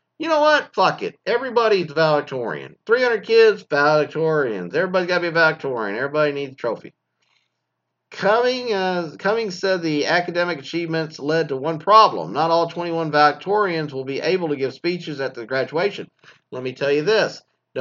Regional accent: Mesquite, Texas, United States; I was from Mesquite High School.

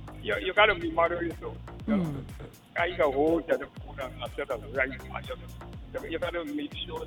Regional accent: India; I grew up in India

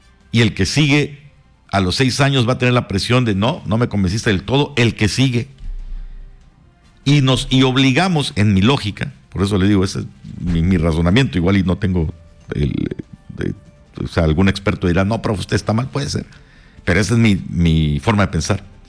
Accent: Mexico; como hemos sido siempre los mexicanos

